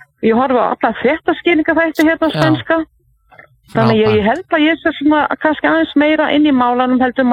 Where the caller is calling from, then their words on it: Torrevieja, Valencian Community, Spain; Torrevieja.